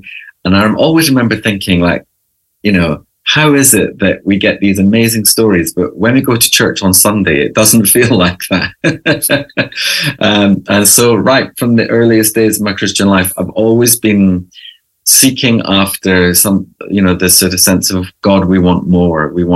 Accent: Scotland, United Kingdom; I'm originally from Scotland, from the island of Gia, which is spelled G-I-G-H-A. It's just one of the southernmost of the Hebridean islands, just across from the Mull of Kintyre.

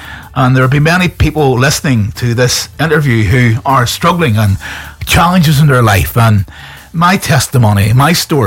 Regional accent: Northern Ireland, United Kingdom; growing up in Northern Ireland was tough.

